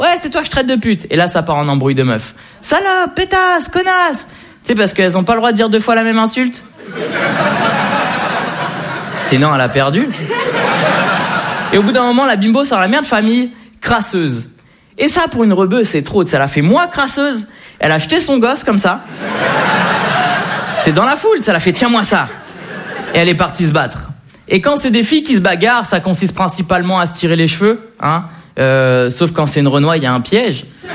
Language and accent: French; Le Havre, Normandy, France